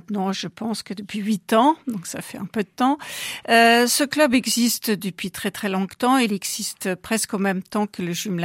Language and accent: French; Bavaria, Germany; now in France; Enfin, moi-même, je suis allemande.